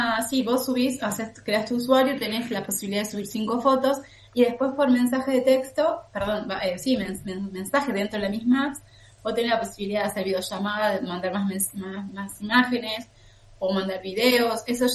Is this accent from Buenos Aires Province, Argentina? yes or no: no; Concordia, Entre Ríos, Argentina; yo soy de Concordia es una ciudad muy chica